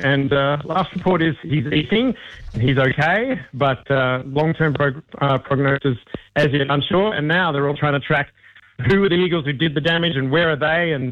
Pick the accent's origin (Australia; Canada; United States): Australia; It is interesting as an Australian